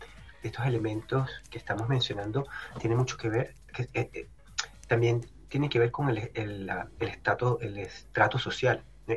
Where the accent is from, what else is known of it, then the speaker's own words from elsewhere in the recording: Venezuela; o pensamos en Venezuela, ¿no? De donde yo soy, y mi experiencia creciendo en Venezuela y viajando por el país desde pequeño